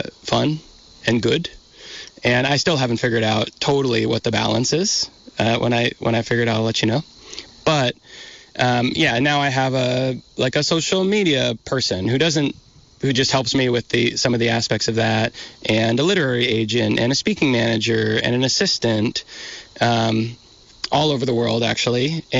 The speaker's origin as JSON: {"language": "English", "region": "Vermont", "country": "United States", "said": "I'm from Vermont"}